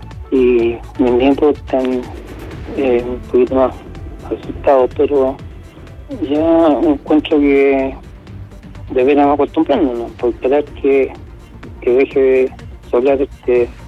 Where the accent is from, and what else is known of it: La Cruz, Valparaíso, Chile